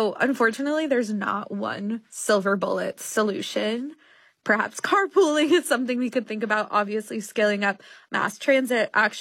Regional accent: New York, United States; fewer cars downtown as much, which as a New Yorker, great.

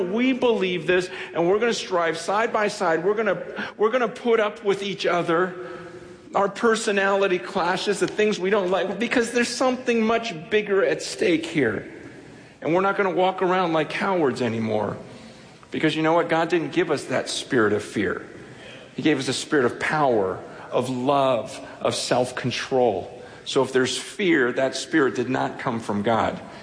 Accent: San Francisco, California, United States; I come from San Francisco, and as most of you know, San Francisco is not exactly known for Christianity.

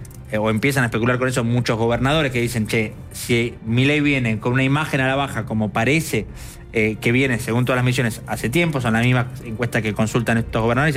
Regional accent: Buenos Aires, Argentina; yo como bonaerense

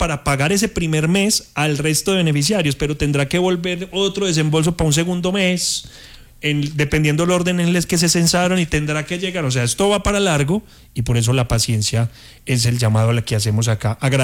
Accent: Colombia; Todos nosotros somos los colombianos, somos así, inconformes para todo.

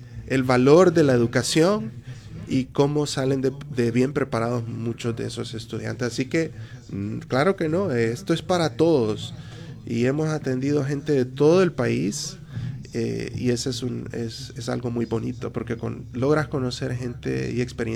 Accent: Honduras; Entonces tú tienes que hacer doble esfuerzo como hondureño

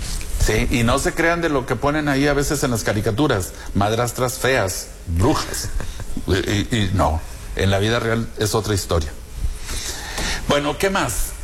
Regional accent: Zaragoza, Coahuila, Mexico; born there; now in Piedras Negras, Mexico; yo vengo también de Zaragoza, mi familia viene de Zaragoza, de campo, de rancho, de animales, del monte.

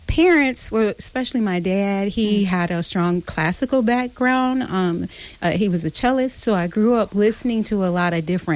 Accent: Battle Creek, Michigan, United States; Battle Creek is my hometown

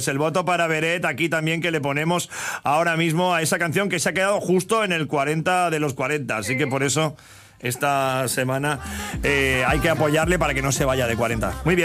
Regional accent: Cornellà de Llobregat, Catalonia, Spain; yo soy de Cornellà, pero mi padre es de Puente Genil en Córdoba.

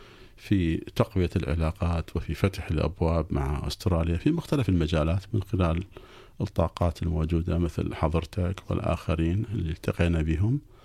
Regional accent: Iraq; now in Australia; الشرف الكبير جدا في تمثيل بلدي العراق في المحافل الدولية

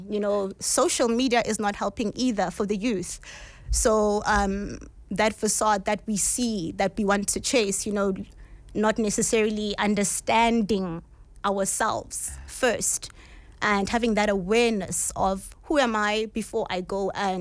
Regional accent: Soweto, Gauteng, South Africa; I grew up, born and raised in Soweto, Die Kloof, was raised by my grandmother.

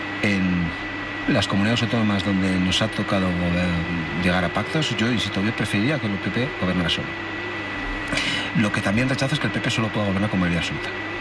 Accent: San Sebastián, Basque Country, Spain; Independientemente de donde uno haya nacido, yo soy, por ejemplo, de Donosti.

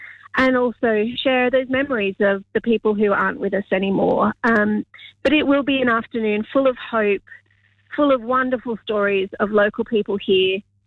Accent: Queanbeyan, New South Wales, Australia; I was born and raised in Queanbeyan

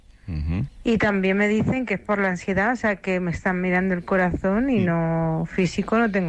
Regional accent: Madrid, Community of Madrid, Spain

